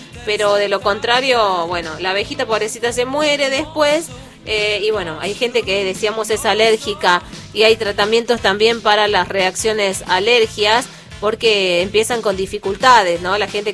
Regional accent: Argentina; Nosotros, como los argentinos

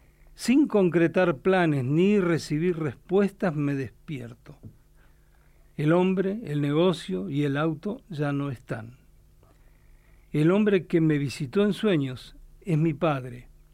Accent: Caleta Olivia, Santa Cruz, Argentina; Y era un chiste de mal, yo me crié en Caleta Olivia.

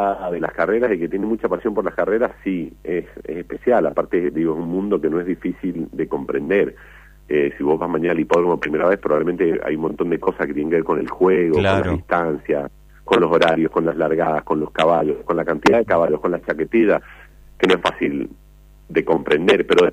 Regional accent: Mendoza, Argentina; Y el vino siempre es importante, sobre todo para nosotros que somos mendocinos

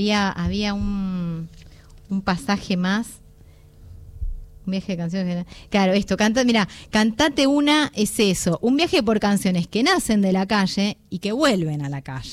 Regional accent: Berisso, Buenos Aires Province, Argentina; born there; Es el lugar donde yo nací.

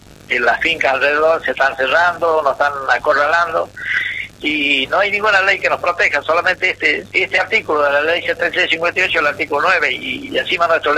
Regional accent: Puesto La Mina, Salta, Argentina; No, yo soy de Puesto La Mina, departamento San Martín, provincia de Salta.

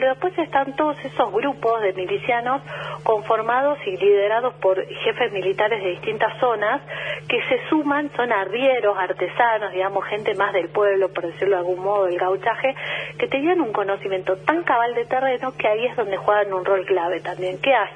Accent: Buenos Aires, Argentina; now in Salta, Argentina; Yo siendo porteña, pandemia, entiendo esto que pasa, ¿no? Que uno desde otros lugares del país no conoce tanto la historia

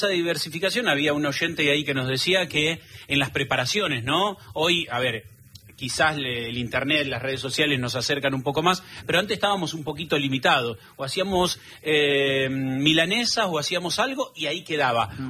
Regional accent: Argentina; Pero no somos bravos los argentinos.

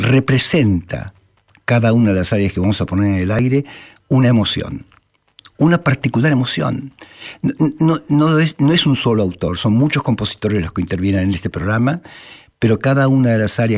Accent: Italy; Spanish is a second language; Pero claro, que campeones de muchas cosas somos los italianos, esto no hay ninguna duda.

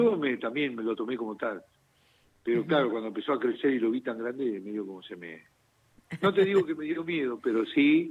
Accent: Neuquén, Argentina; Somos todos patagónicos

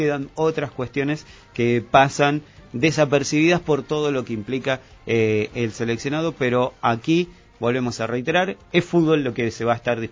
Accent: Argentina

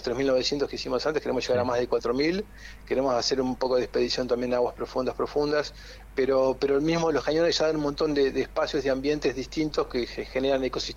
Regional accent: Argentina; como buenos bueno, competitivos somos de argentinos

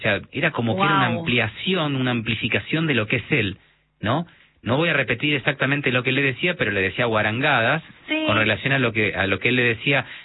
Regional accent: Argentina; accent: Argentine; No tengo muy el argentino como que se nota, pero sí afuera se dan cuenta que soy argentino porque tengo algo de acento, ¿no? Pero no es muy marcado.

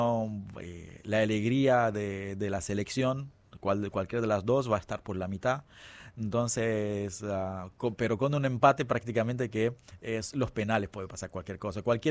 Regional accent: Cape Verde; first language Cape Verdean Creole; Spanish is a second language; moved away as an adult; now in Argentina; El criol se habla en el día a día. Nosotros le decimos el idioma materno

